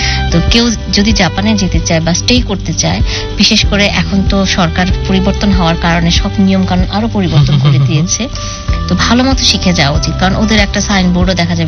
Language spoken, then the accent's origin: Bangla; Bangladesh; moved away as an adult; now in Japan; আমরা হয়তো জীবনের তাগিদে, জীবিকার তাগিদে একটা উন্নত দেশে থাকছি, বাট আমরা মনে পানে বাংলাদেশি